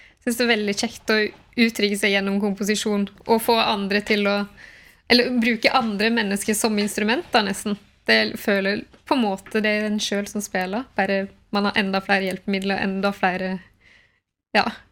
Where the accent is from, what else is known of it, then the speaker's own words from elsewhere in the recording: Breim, Vestland, Norway; i Breim der jeg kommer ifra